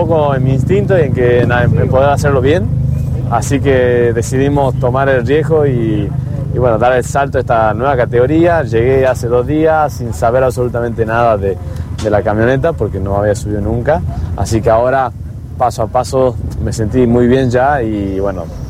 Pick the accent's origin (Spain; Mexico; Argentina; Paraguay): Argentina; qué más bonito que hacerlo en Argentina, ¿no? En mi país, con mi gente.